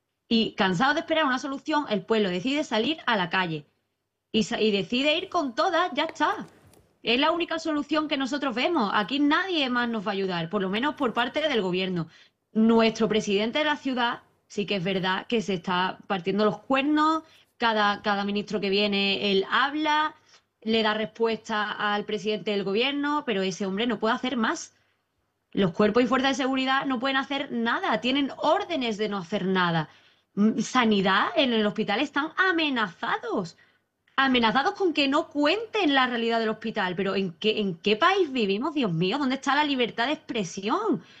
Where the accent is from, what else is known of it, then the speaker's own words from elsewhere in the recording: Ceuta, Spain; y que somos españoles.